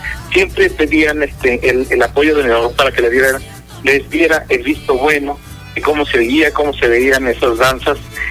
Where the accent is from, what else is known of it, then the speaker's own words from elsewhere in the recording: Huautla, Hidalgo, Mexico; born there; Y trabajaba en las comunidades de ahí del municipio de Huautla, en donde yo nací.